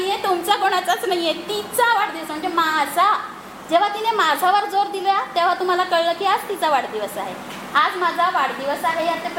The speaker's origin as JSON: {"language": "Marathi", "town": "Jalgaon", "region": "Maharashtra", "country": "India", "said": "आपल्या जळगावकडे फार प्रॉब्लेम आहे. न चा न आणि ड चा अ चा ड."}